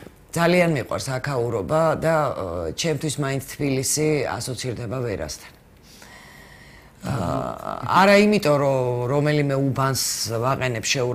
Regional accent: Borjomi, Samtskhe-Javakheti, Georgia; born there; moved away as an adult; now in Tbilisi, Georgia; მე ქალაქურ ოჯახში დავიბადე, რა მნიშვნელობა აქვს? ეს შეიძლება იყოს ბორჯომში, მაგრამ მე ძალიან ქალაქურ ოჯახში დავიბადე და ქალაქურად გავიზარდე.

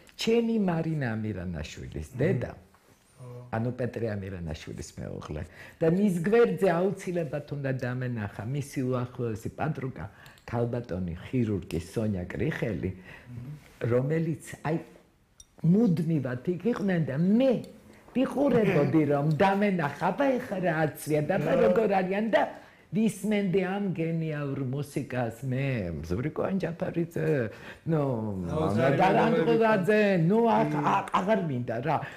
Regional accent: Tbilisi, Georgia; born there

